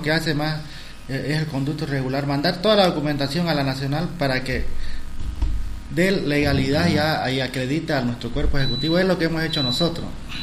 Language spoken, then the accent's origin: Spanish; Beni, Bolivia; somos el departamento del Beni